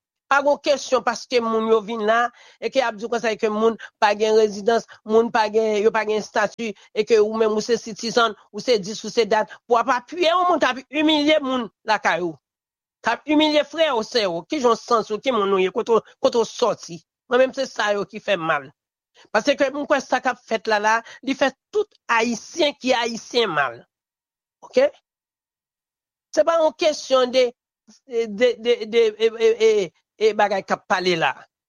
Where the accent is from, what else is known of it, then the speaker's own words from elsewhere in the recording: Haiti; moi-même, je sens que je suis frustré en tant que haïtien